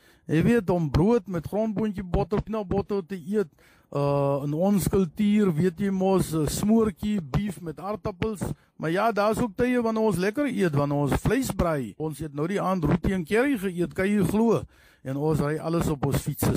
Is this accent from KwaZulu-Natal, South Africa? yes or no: no; Worcester, Western Cape, South Africa; Ons is almal daar van Woester, en ons het ten spyte van ons verskille van verskillende kulture, kom ons verskillende ras, verskillende gewoontes